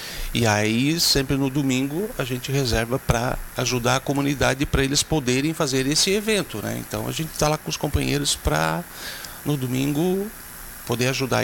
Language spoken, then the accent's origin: Portuguese; Orleans, Santa Catarina, Brazil; Não, nós somos de Orleans, do município de Orleans.